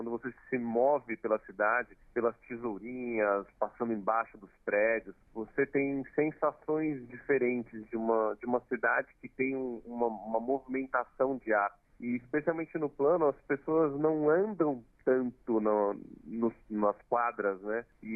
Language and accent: Portuguese; São Paulo, Brazil; now in Brasília, Brazil; Eu venho de São Paulo, que é uma cidade onde não tem espaço visual.